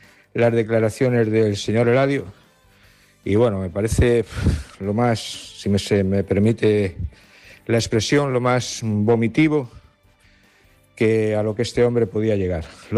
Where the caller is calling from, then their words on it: Galicia, Spain; Soy un vecino de Puixín